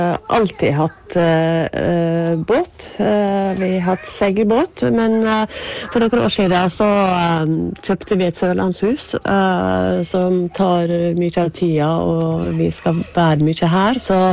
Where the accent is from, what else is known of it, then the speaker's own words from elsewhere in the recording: Møre og Romsdal, Norway; jeg er så heldig at jeg bor i et område som er mye mer stabilt enn hjemme på Sunnmøre.